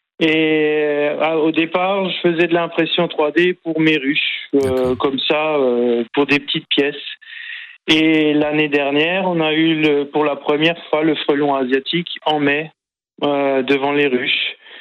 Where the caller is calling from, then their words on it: France; je viens d'Ambar-la-Ville.